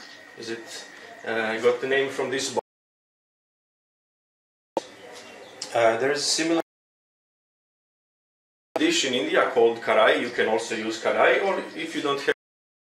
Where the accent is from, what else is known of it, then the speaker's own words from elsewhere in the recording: Croatia; English is a second language; I'm from Croatia, and we are here at our newest cooking lesson.